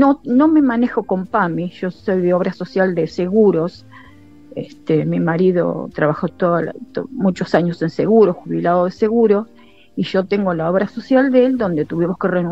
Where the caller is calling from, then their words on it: Mar del Plata, Buenos Aires Province, Argentina; de Mar del Plata.